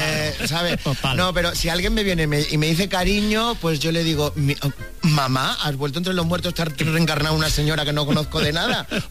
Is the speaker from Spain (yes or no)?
yes; Balearic Islands, Spain; soy mallorquín. Los mallorquines no somos simpáticos.